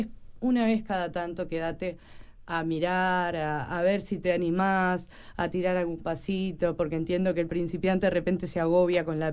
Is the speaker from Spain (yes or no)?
no; Uruguay; soy de Montevideo